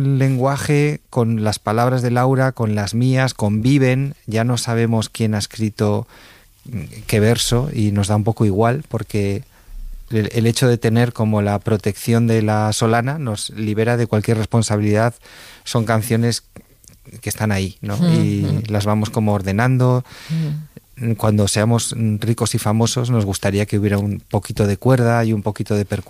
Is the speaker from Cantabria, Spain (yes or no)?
yes; Cantabria, Spain; yo soy de Cantabria